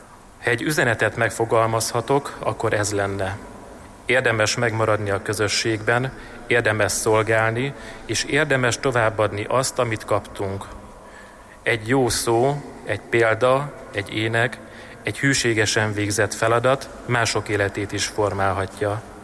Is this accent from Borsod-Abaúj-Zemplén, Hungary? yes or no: yes; Sajópetri, Borsod-Abaúj-Zemplén, Hungary; born or raised there